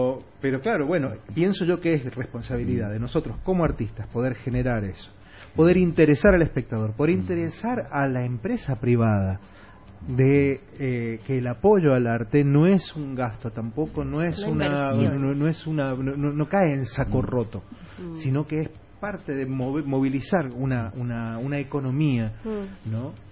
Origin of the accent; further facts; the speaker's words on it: Argentina; moved away as an adult; also born or lived in Misiones; now in Santa Cruz, Bolivia; yo vengo de Argentina, ¿no?, de estudiar teatro en la Escuela Municipal de Arte Dramático en Buenos Aires, de hacer teatro desde mi adolescencia en centros culturales de barrio, después en Misiones, después otra vez a estudiar y profesionalizarme en Buenos Aires, y llegué a Bolivia hace muchos años ya.